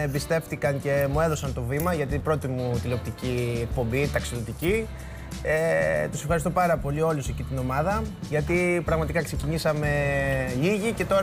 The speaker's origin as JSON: {"language": "Greek", "town": "Glossa", "region": "Thessaly", "country": "Greece", "said": "ο καλύτερος προορισμός του κόσμου είναι η γλώσσα και η Σκόπελος στο χωριό μου."}